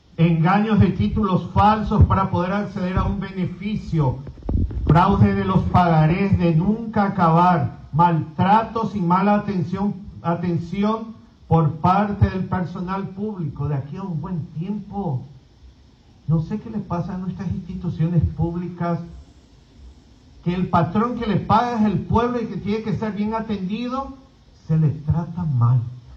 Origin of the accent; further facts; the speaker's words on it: Alto Paraguay, Paraguay; Nosotros somos paraguayos.